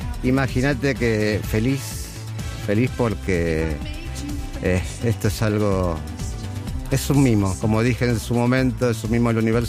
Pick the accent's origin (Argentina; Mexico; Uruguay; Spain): Argentina; Ezeiza, Buenos Aires Province; Yo soy de Ezeiza.